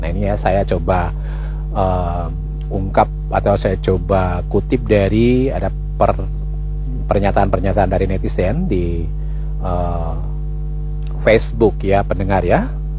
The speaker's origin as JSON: {"language": "Indonesian", "region": "Maluku", "country": "Indonesia", "said": "merasa bangga sebagai orang Maluku"}